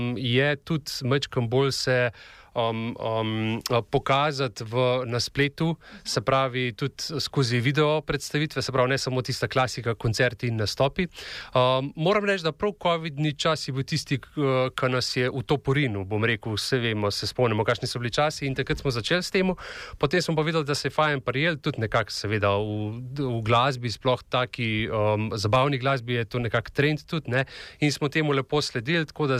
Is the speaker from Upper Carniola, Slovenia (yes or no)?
yes; Upper Carniola, Slovenia; now in Primorska, Slovenia; prihajam iz Gorenjske, prihajam iz dost podobnega okolja, kot kar je pa zdaj cel, tudi tako iz, bom rekel, geografskega vidika, klima je ta prava, vas je podobna